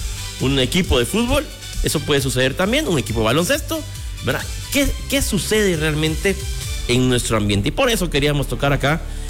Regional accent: Guatemala; Muchas veces como guatemaltecos nos hemos preguntado por qué no damos el siguiente paso

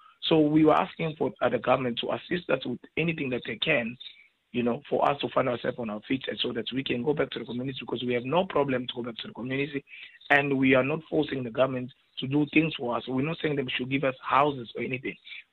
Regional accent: South Africa; born there; also born or lived in Democratic Republic of the Congo; I'm Congolese, I'm documented, have papers, I grew up here in South Africa.

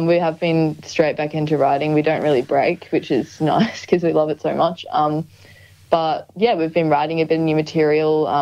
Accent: Queensland, Australia; Oh, yeah, I'm just from Queensland.

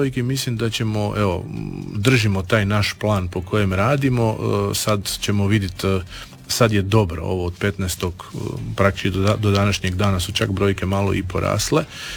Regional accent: Istria County, Croatia

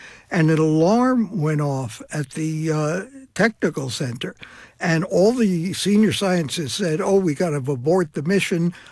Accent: Brooklyn, New York, United States; born or raised there

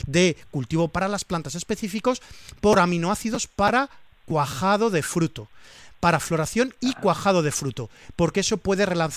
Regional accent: Valencian Community, Spain; Yo a ti te voy a recomendar, como buen valenciano, el cumquat.

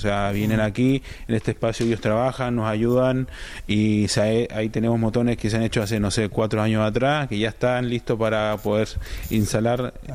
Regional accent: Calbuco, Los Lagos, Chile; moved away as an adult; now in Pasaia, Spain; Sí, sí, yo soy de Chile, de la décima región de los Lagos, en Calbuco, de ahí soy.

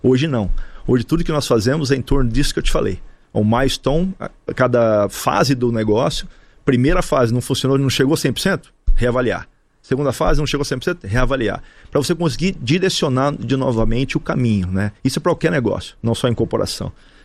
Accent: Brazil; now in abroad

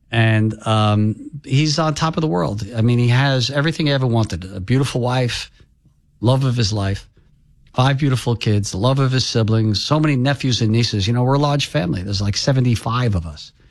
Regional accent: Staten Island, New York, United States; We're all from Staten Island.

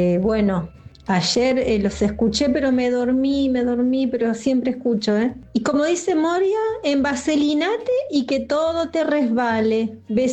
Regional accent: Zárate, Buenos Aires Province, Argentina; Hola equipo, hola audiencia, ¿qué tal? … de Zárate.

